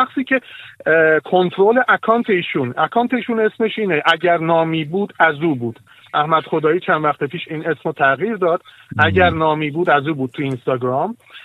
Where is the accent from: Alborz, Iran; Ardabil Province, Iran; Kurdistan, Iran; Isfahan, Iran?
Ardabil Province, Iran; Ardabil; منم اهل اردبیل هستم،